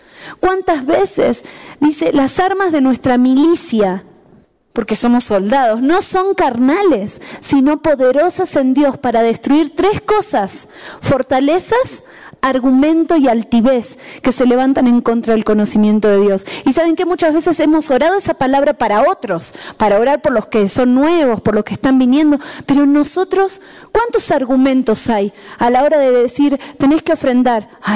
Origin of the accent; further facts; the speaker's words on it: La Paz, Bolivia; born there; Por más que nací en La Paz, llego de vuelta de un viaje y mi cuerpo se tiene que volver a adaptar, ¿sí o no?